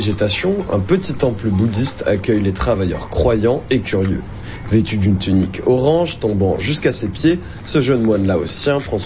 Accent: France; Je suis français. Et vous?

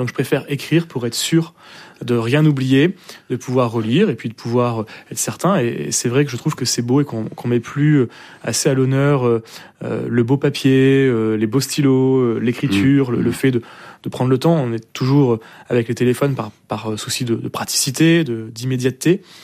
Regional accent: Marck, Hauts-de-France, France; also born or lived in Grande-Synthe; je suis né à Grande-Synthe, hein, mais j'ai vécu 2 ou 3 jours à Grande-Synthe. Parce que mes parents habitaient et habitent toujours la ville de Marc en Calaisis, dont je suis maire. Donc, je suis arrivé dans le Pas-de-Calais assez rapidement, parce qu'on a la frontière du Pas-de-Calais et du Nord.

